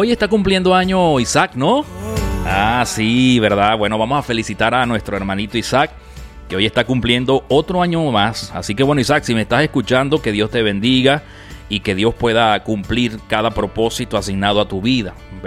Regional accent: Venezuela; moved away; como decimos allá en Venezuela

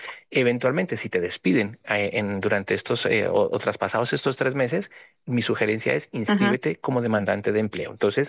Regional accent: Colombia; now in Spain; entiendo que eres de origen colombiano como muchos de nosotros y nosotras, nosotros no somos españoles de origen

